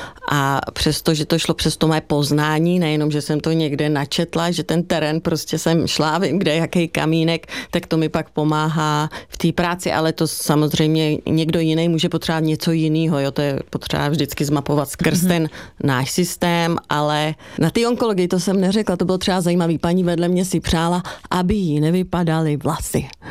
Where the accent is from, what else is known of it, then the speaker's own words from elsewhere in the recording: Bohemia, Czechia; born there; jsem se narodila jako v Čechách